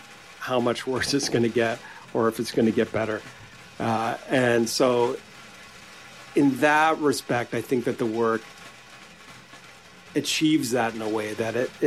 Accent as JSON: {"language": "English", "region": "Ontario", "country": "Canada", "tie": "born or raised there", "said": "growing up in Northern Ontario"}